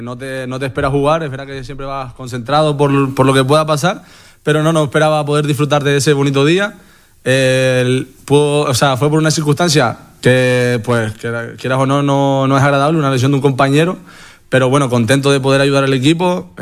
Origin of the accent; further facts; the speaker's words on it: Canary Islands, Spain; Llevo ya 4 años, encima soy canario.